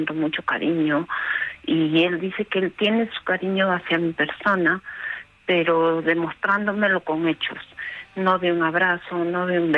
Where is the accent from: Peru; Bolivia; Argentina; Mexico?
Peru; now in Spain; yo soy peruana, llevo varios años aquí